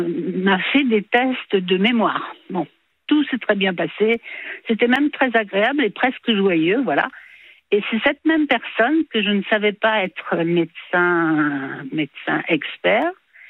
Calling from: Île-de-France, France; Non, je suis en Île-de-France, mais je veux pas trop le préciser

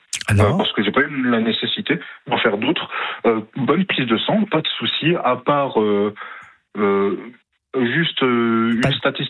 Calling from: Grand Est, France; Moi, je suis d'Alsace

